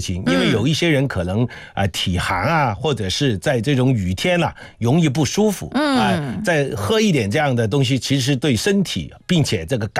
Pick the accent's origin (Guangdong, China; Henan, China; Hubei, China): Guangdong, China; 以我们广东人说湿气有点重